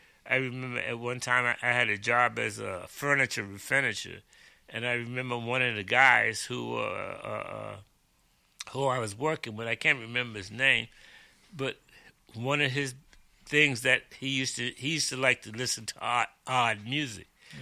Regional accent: New York City, New York, United States; I was born in Brooklyn, and I grew up in the Fort Greene Projects as a child.

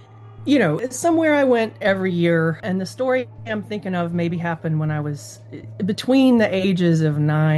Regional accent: Meridian, Mississippi, United States; I grew up in Meridian, Mississippi

